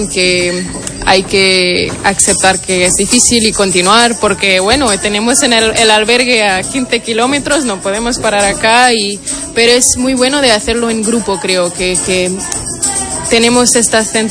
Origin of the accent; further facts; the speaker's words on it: Portugal; Spanish is a second language; Gracias, sí, bueno, siendo portuguesa no es muy difícil para mí, de verdad